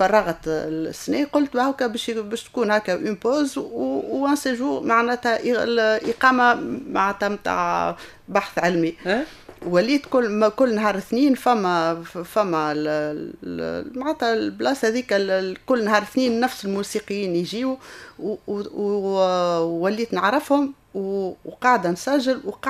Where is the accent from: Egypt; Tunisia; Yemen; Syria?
Tunisia; عيد الاستقلال عندنا في تونس